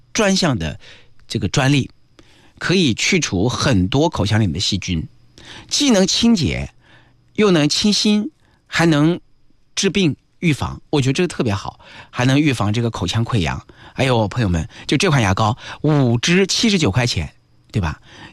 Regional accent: Nanjing, Jiangsu, China; 我们南京人

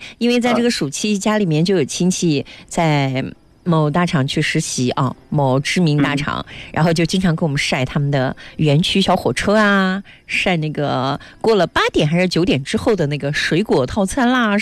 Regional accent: northern China, China; 而且我也是北方人

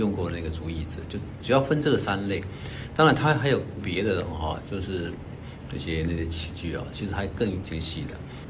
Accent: China; 作为一个中国人，我觉得中华文化深根在我的骨髓里头

